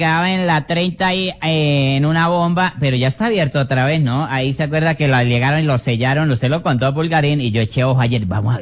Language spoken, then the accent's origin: Spanish; Bogotá, Colombia; Yo que soy de Kennedy